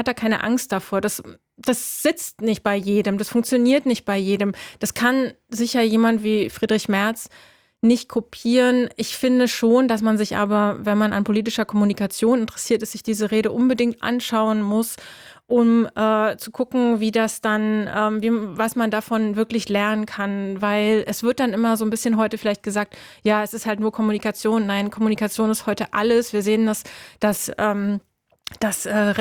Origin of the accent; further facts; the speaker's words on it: Germany; Das ist ja gerade so als Deutsche, war das sehr angenehm, so zu sehen.